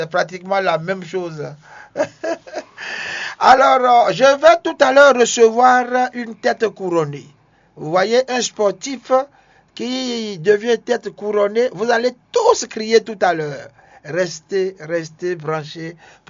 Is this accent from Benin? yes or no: yes; Benin; Moi, je viens du Bénin, je mange le piment